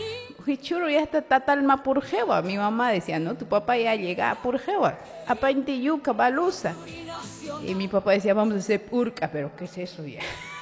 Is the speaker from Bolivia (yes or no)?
yes; Bolivia; also born or lived in Oruro / Cochabamba; Luego nos fuimos para Cochabamba. Luego, por cosas de la vida, volví. Así que amo ser boliviana. Me encanta. Me siento orgullosa de haber nacido aquí, ¿no?